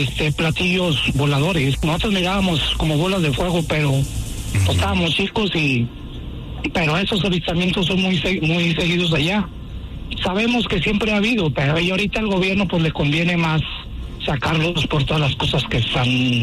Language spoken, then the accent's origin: Spanish; Durango, Mexico; Soy del Grillo. Y cerca de mis abuelos vivían en, no sé si yo soy de la zona del silencio.